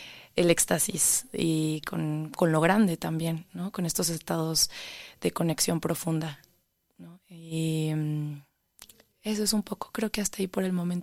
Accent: Oaxaca, Mexico; soy oaxaqueña también, hablábamos que somos oaxaqueñas

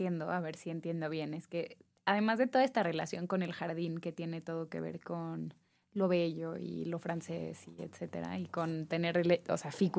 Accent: Mexico City, Mexico; Yo, de nuevo, crecí en Santa Fe, zona suburbana, sumamente desigual. Ahora es como un centro financiero.

